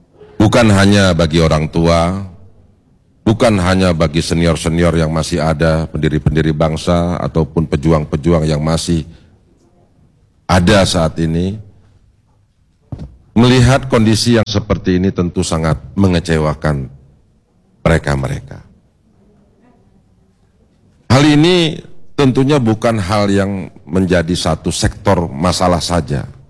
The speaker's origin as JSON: {"language": "Indonesian", "town": "Tanjung Pinang", "region": "Riau Islands", "country": "Indonesia", "tie": "born or raised there", "also_born_or_lived": "Jakarta", "moved": "as an adult", "said": "lahir di Tanjung Pinang 9 Januari 67 yang lalu."}